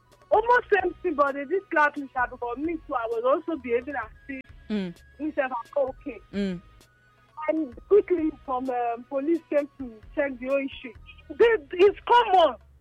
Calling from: Benin; From Benin.

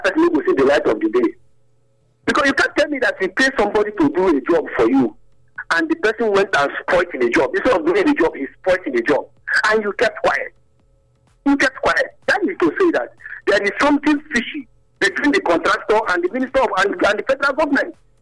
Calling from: Bayelsa, Nigeria; I came from the Ibaran area, I came from Bayelsa State.

